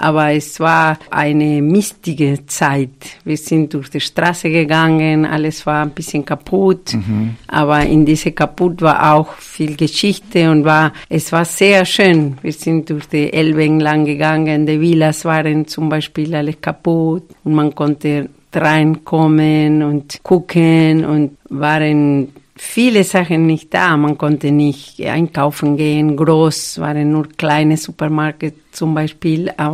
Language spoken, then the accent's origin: German; Argentina; German is a second language; also born or lived in Bielefeld; now in Dresden, Germany; So, ich komme aus Argentinien. Und ich wohne in Dresden seit 1994. In Deutschland bin ich 1990 erst gelandet und habe ich erst in Bielefeld gelebt